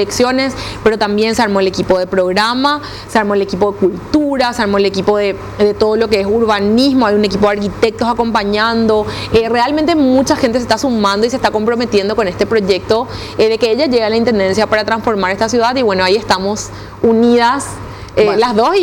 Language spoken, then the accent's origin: Spanish; Paraguay